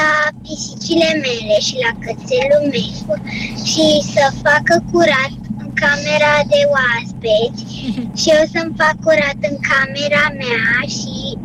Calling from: Iași, Iași County, Romania; din Iași, am 8 ani

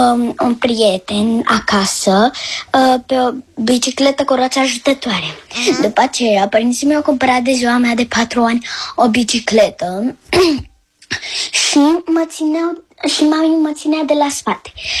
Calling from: Bucharest, Romania; din București. Am 6 ani

